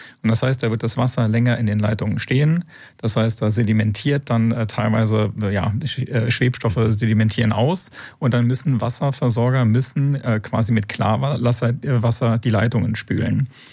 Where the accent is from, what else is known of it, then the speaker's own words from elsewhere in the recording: Leipzig, Saxony, Germany; meine Heimatstadt Leipzig